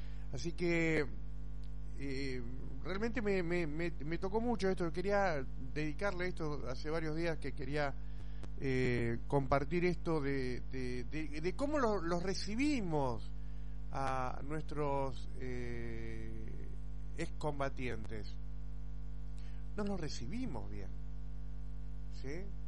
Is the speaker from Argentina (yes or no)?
yes; Argentina; duele nuestra apatía como argentinos.